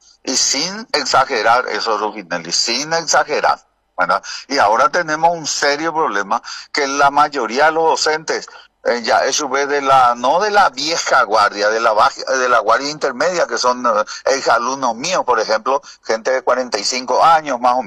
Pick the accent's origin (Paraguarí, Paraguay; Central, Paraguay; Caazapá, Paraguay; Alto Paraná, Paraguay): Paraguarí, Paraguay; Carapeguá; mi valle carapegüeño